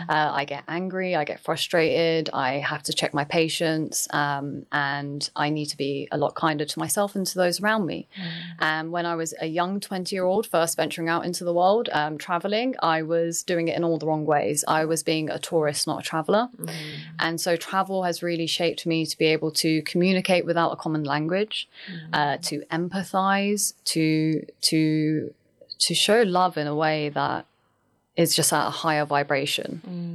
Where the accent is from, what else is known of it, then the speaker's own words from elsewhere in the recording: United Kingdom; That's the reality of what I'm experiencing as a British Pakistani.